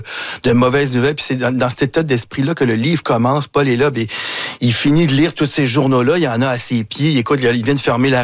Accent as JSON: {"language": "French", "town": "Montreal", "region": "Quebec", "country": "Canada", "tie": "born or raised there", "said": "Moi, je suis un vrai Montréalais né ici. J'ai jamais traversé les ponts, mais presque. Tu sais, je suis toujours sur l'île."}